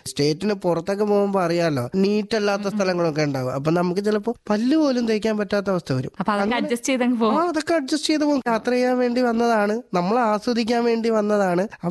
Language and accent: Malayalam; Thiruvananthapuram, Kerala, India; എന്റെ സ്വദേശം തിരുവനന്തപുരം ആയതുകൊണ്ട്